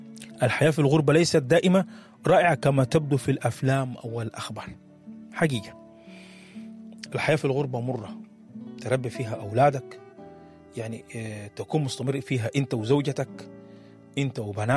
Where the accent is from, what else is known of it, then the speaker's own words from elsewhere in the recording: Sudan; واحنا كسودانيين متعودين، في ناس بتستغرب الحمد لله